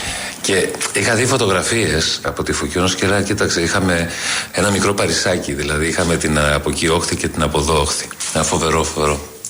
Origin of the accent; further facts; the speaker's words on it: Greece; Αλλά όταν είμαι εκτός Ελλάδος και κάποιος πάει να μου θίξει την πατρίδα μου, γίνομαι θηρίο.